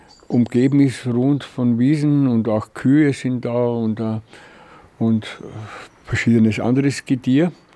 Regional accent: Lower Austria, Austria; Ich komme ja aus dem Weinviertel

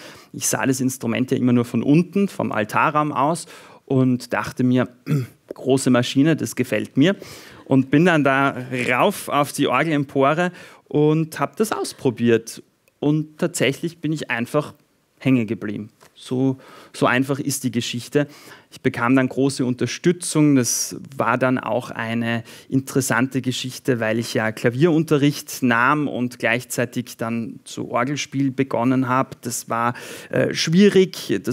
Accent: Styria, Austria; Ich war, wie man so schön sagt, ein Zugkroaster, also ein Zugereister. Ich komme aus der Obersteiermark, war aber im falschen Ort sozusagen und bin von einem Ort in den nächsten gezogen, unglaubliche 5 Kilometer entfernt

